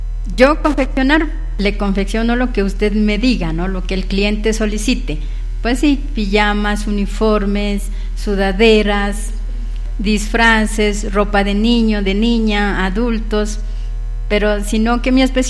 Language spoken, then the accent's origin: Spanish; Contadero, Nariño, Colombia; now in Guaitarilla, Colombia; yo no soy de Hualmatán, yo soy del municipio del Contadero, pero ya vivo muchos años. Prácticamente más de la mitad de lo que soy la he vivido aquí en Hualmatán.